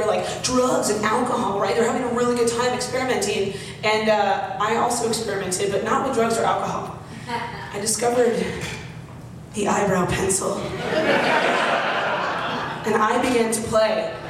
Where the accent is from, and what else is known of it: Arizona, United States; born or raised there